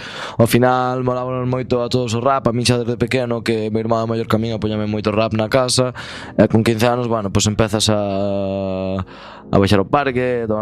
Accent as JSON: {"language": "Galician", "town": "Xinzo de Limia", "region": "Galicia", "country": "Spain", "said": "A verdad, eu son de Xinzo, pero meus pais son de Perrelos e de Folgoso, que son dous pueblos do concello de Sarreaos, que xusto están separados polo monte."}